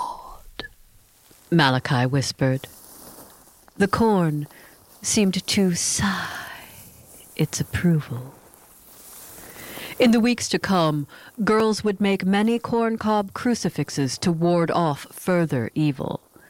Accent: Midwest, United States; I was born and raised in the Midwest, a child of the corn.

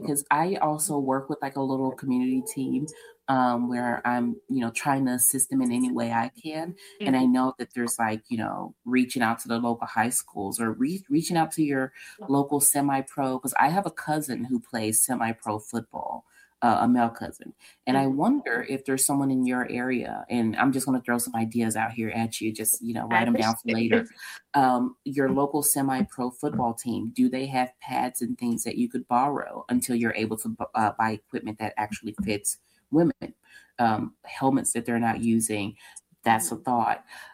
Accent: Memphis, Tennessee, United States; now in Columbia, United States; when I was growing up in Memphis

